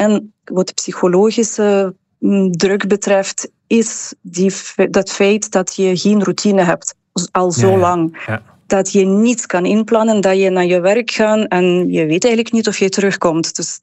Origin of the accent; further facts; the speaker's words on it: Ukraine; now in Belgium; En ik ben zelf een Oekraïense, inderdaad, ben al lang hier, maar met mijn vrienden daar, ik weet niet hoe zij dat doen.